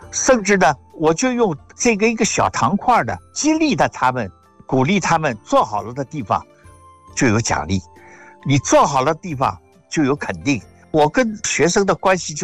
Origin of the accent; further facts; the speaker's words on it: Shanghai, China; born there; now in Beijing, China; 我出生在上海，但是我上海的老人都已经不在了